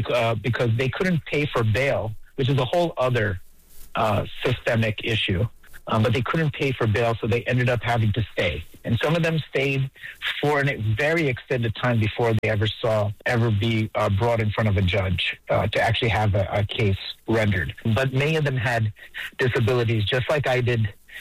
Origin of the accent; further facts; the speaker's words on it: New York, United States; I'm Indian, right? I'm born and raised in New York, all my life. But I'm an Indian guy